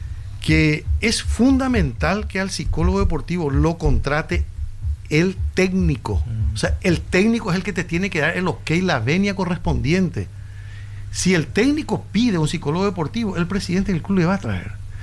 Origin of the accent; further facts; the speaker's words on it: Ciudad del Este, Alto Paraná, Paraguay; Todos somos de Ciudad del Este, entre Hernandarias, Mingaguazú.